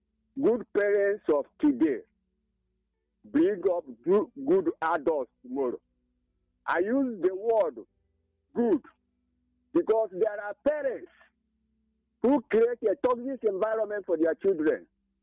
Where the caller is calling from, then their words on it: Ebonyi, Nigeria; I'm calling from Isoko, Minonica, local government area of Ebonyi.